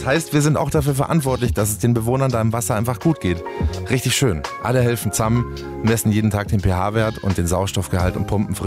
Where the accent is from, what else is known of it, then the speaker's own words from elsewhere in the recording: Dachau, Bavaria, Germany; wenn ich zum Beispiel an der Amper vorbeifahre, meiner Heimatstadt in Dachau